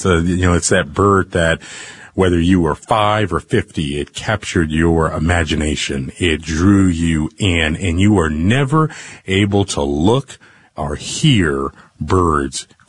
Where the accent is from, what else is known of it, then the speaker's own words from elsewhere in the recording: Texas, United States; moved away as an adult; also born or lived in the Southwest; now in North Dakota, United States; Particularly where I live and where I've grown up. I grew up in Texas and the Southwest, and now for the last 20 years in North Dakota.